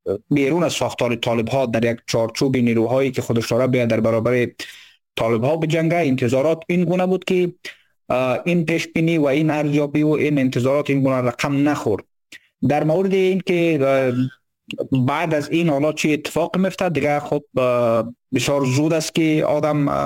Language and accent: Persian; Badakhshan, Afghanistan; از بدخشان هستیم